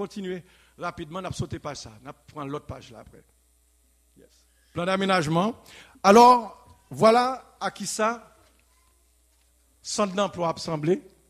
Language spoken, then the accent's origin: French; Haiti; en tant que haïtien